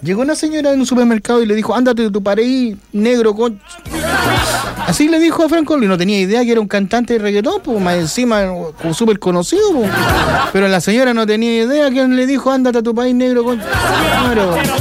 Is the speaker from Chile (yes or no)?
yes; Chile; No me representa en nada como chileno